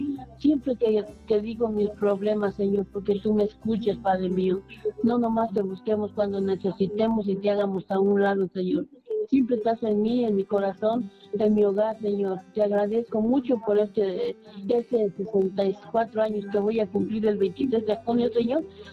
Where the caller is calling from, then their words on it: Valle de Bravo, State of Mexico, Mexico; la llamo de Valle de Bravo.